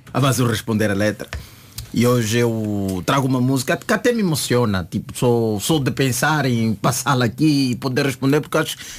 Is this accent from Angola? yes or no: yes; Angola; porque até eu como angolano conheço e domino-a.